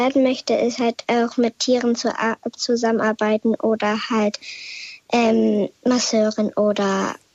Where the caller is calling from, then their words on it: Hamburg, Germany; ich komme aus Hamburg.